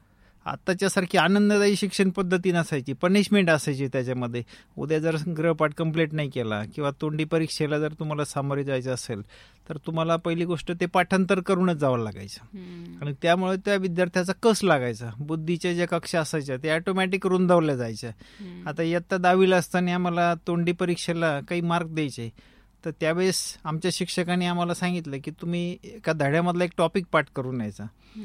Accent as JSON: {"language": "Marathi", "town": "Chitali", "region": "Maharashtra", "country": "India", "tie": "born or raised there", "said": "माझं मूळ गाव पाथर्डी तालुक्यातील चितळी म्हणून गाव आहे. तर त्या ठिकाणी शेतकरी कुटुंबामध्ये 1972 साली माझा जन्म झाला."}